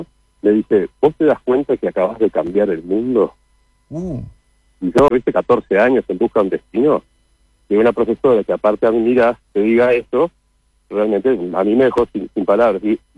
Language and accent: Spanish; Uruguay; En realidad, todos mis hermanos tienen nombres italianos. Pero no, soy bien uruguayo.